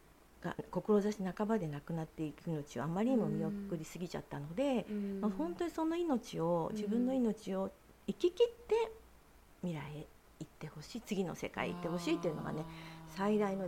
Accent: Futaba, Fukushima, Japan; moved away; 福島県の双葉町出身なので、まあ本当に津波は免れたんだけれども、もう家族全員が被爆していて

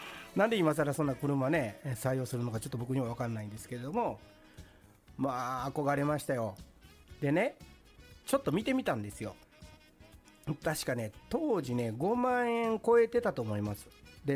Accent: Kyoto, Japan; moved away as an adult; 私今京都に住んでましてね、まあ、京都出身で、19歳まではですね京都で生まれ育ってます。

